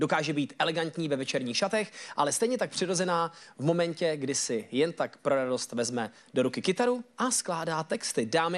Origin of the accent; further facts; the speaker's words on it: Hradec Králové, Hradec Králové Region, Czechia; Já jsem z Hradce Králové.